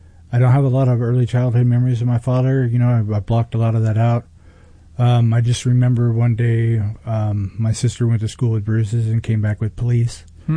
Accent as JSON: {"language": "English", "region": "California", "country": "United States", "tie": "born there", "also_born_or_lived": "Humboldt County, California", "said": "eventually we moved from Southern California when I was around 11 up to northern Humboldt County."}